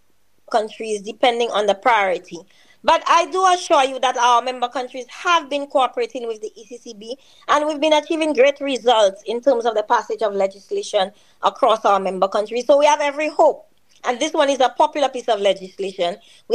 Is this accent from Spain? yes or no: no; St. Lucia; in my home country in St. Lucia